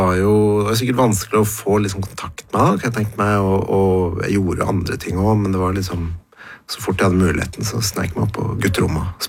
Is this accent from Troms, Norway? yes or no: yes; Tromsø, Troms, Norway; born there; Ja, da sier jeg at jeg født i Tromsø, og så har jeg bodd sånn 20 pluss ulike plasser, så det vanskelig å peke på at der jeg hjemme, liksom.